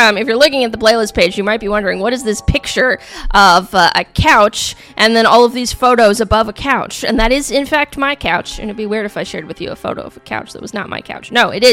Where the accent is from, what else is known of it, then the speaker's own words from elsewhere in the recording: Appalachia, United States; also born or lived in West Virginia; I just feel like as an Appalachian American or whatever